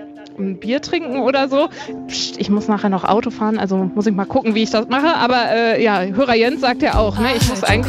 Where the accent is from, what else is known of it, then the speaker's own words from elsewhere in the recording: Dortmund, North Rhine-Westphalia, Germany; ich komme gebürtig aus Dortmund.